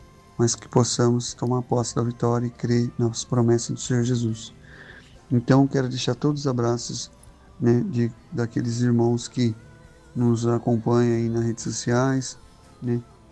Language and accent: Portuguese; Campinas, São Paulo, Brazil; born there; now in Araraquara, Brazil; Sou nascido em Campinas. Né? Estou em Araraquara, São Paulo.